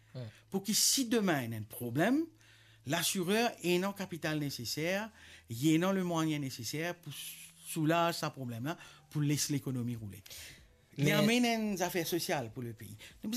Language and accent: French; Mauritius; Moi, j'adore mon pays, tous les coins de l'île Maurice